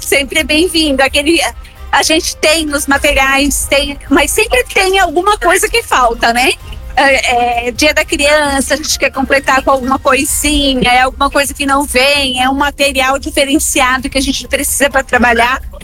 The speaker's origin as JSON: {"language": "Portuguese", "town": "Atalanta", "region": "Santa Catarina", "country": "Brazil", "tie": "born there", "said": "Eu sou nascida em Dona Luísa, Atalanta. Filha de pais nascidos em Atalanta. E sempre trabalhei em Atalanta."}